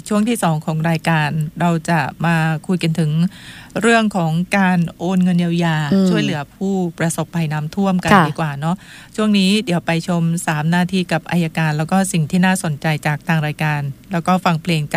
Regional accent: Phang Nga, Thailand; ดิฉันในฐานะที่เป็นคนพังงา

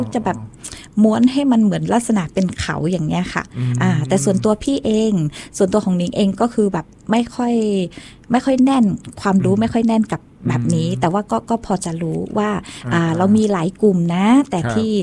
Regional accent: Nan, Thailand; born or raised there

